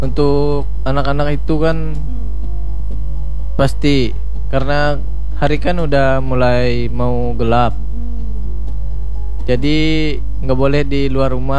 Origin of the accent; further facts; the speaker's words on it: Kalimantan, Indonesia; kita sebagai orang Kalimantan, orang Dayak itu masih kental dengan budaya kita sendiri.